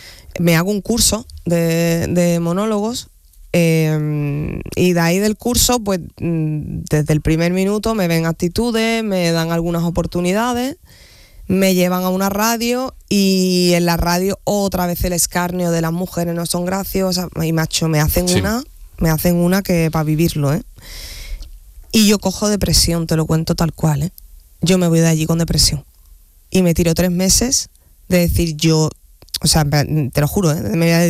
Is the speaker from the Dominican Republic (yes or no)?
no; Andalusia, Spain; yo soy andaluza, soy mujer, soy cómica